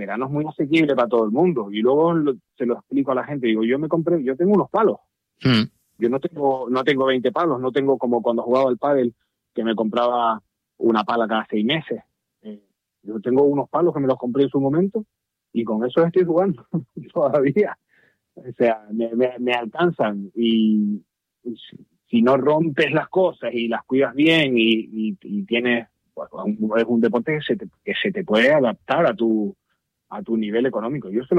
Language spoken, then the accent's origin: Spanish; San Cristóbal de La Laguna, Canary Islands, Spain; yo soy del barrio de Taco, yo vivo en Taco, aquí en Taco nadie juega al golf.